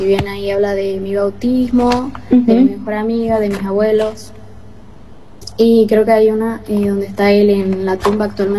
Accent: Loma Verde, Buenos Aires Province, Argentina; born there; also born or lived in Salta; Sí, de Loma Verde. Nací en Salta, pero bueno, no, hace banda ya estamos acá, en Loma Verde.

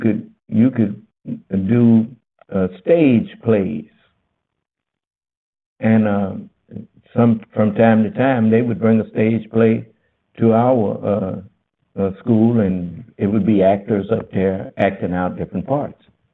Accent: Los Angeles, California, United States; moved away as an adult; I grew up in Watts. I had never really been out of Los Angeles until I joined the Marine Corps.

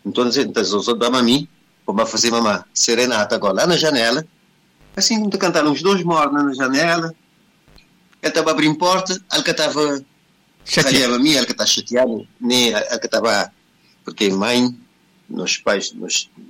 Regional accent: São Vicente, Cape Verde; born there; Sim, nasci na São Vicente, comecei a cantar muito cedo.

